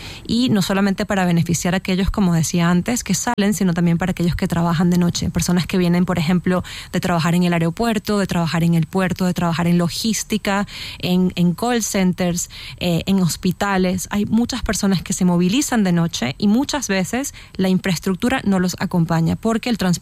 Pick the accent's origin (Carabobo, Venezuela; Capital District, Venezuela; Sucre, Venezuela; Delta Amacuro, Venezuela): Capital District, Venezuela; Caracas; yo soy de Venezuela y en Venezuela empecé a estudiar la importancia de la noche como espacio para socializar, ¿no? Habiendo crecido en Caracas, que era una ciudad muy, muy peligrosa